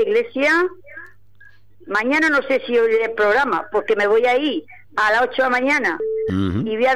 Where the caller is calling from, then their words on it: Murcia, Region of Murcia, Spain; de La Ñora.